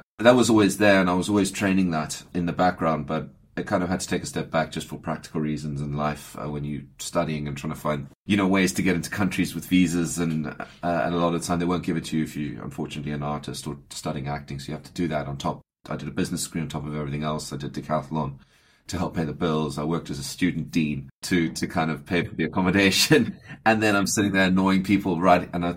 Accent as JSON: {"language": "English", "country": "Zimbabwe", "tie": "born or raised there", "also_born_or_lived": "Montana", "moved": "yes", "said": "my experience kind of growing up in Zimbabwe and then working out in Montana"}